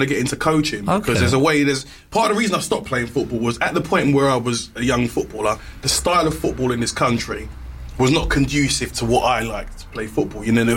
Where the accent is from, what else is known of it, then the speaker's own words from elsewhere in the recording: Nigeria; Yeah, you can tell I'm Nigerian. Look at me, I'm sweating like.